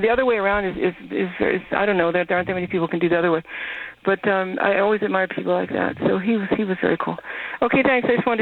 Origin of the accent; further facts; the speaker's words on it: Seattle, Washington, United States; I grew up in Seattle in the 60s